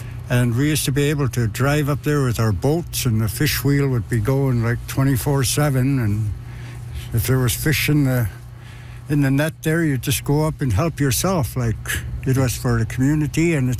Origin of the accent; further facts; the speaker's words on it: Fort McPherson, Northwest Territories, Canada; I'm from Tetlaget, Fort McPherson.